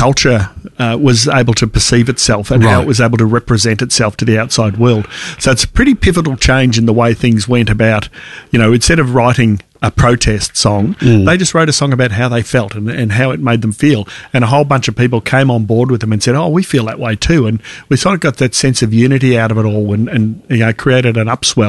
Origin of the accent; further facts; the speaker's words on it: Melbourne, Victoria, Australia; born there; Obviously, we're Australian, so we always had the, I grew up with the 3XY top 40